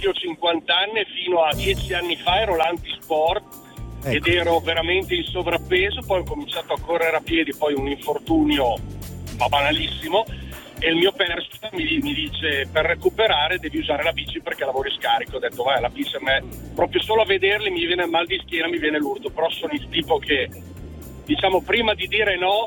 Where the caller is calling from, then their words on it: Ripalta Arpina, Lombardy, Italy; Io chiamo da Ripalta, sono sulla 1 direzione mare per una toccante fuga, però chiamo da Ripalta Arpina, Cremona.